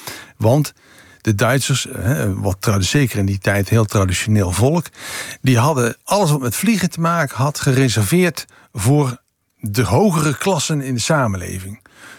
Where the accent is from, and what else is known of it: Netherlands